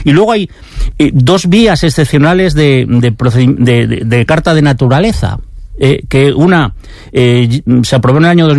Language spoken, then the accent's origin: Spanish; Piedralongas, Spain; born there; igual de español soy yo, que nací en Piedralongas, de padres y madres de aquí, con 8 apellidos cántabros y 8 apellidos castellanos